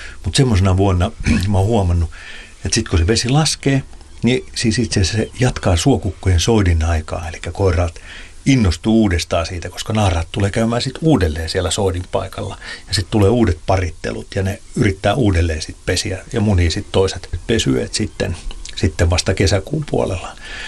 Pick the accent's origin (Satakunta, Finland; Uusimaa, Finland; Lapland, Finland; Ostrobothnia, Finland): Satakunta, Finland; Pori; Mä muistan 80-luvulla, niin kun mä olen Porista kotoisin, niin siellä oli vielä suokukkoja soittimia, niitä pesi siellä rantaniityllä.